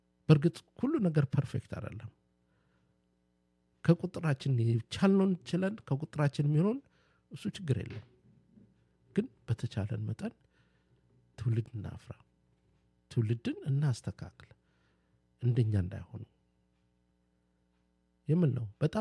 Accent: Dire Dawa, Ethiopia; born there; አብረን ሄደን ወክ የሚወጣው ድሬዳዋ ማታ ነበር። ረመዳን ጊዜ ድባቡ ለየት ያለ ነው እና አሁን ቁጭ በይ ሳይሆን እንኳን እዛ ተወለድኩ አልኩኝ።

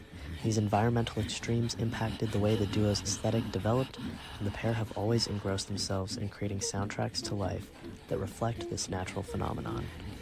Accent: Manitoba, Canada; now in Vancouver, Canada; from Treaty One, and I'm your host of Unceded Airwaves.

